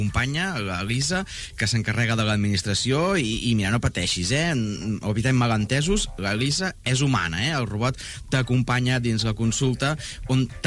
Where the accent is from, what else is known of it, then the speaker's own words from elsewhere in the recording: Arenys de Munt, Catalonia, Spain; born there; now in Calella, Spain; Sóc nascut a Arenys de Munt, visc a Calella, treballo aquí a Ràdio Arenys, Arenys de Mar